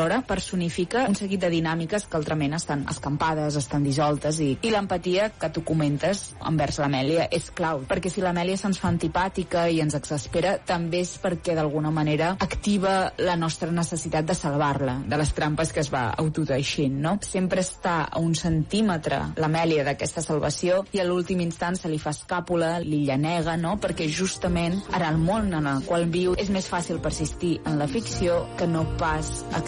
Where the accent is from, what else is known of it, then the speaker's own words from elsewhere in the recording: Catalonia, Spain; hi ha una mena de barrelleva mental que, com a catalans, demano que revisem.